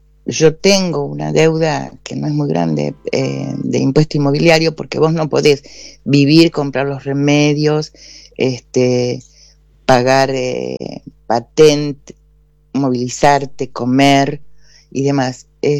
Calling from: Ciudadela, Buenos Aires Province, Argentina; de Citibel.

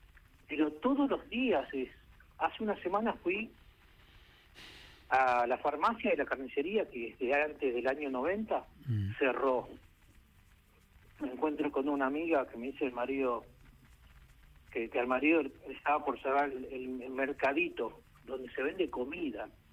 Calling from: Los Polvorines, Buenos Aires Province, Argentina; vivo en Polvorines, trabajo en Cava, acabo de llegar.

